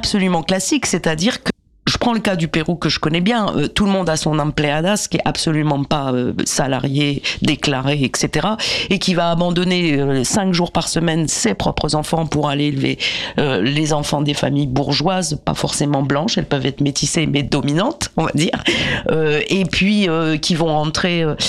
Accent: Paris, Île-de-France, France; chez nous à Paris

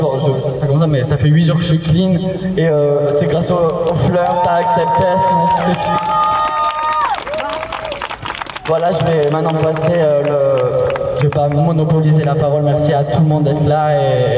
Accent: Marseille, Provence-Alpes-Côte d'Azur, France; Je suis de Marseille

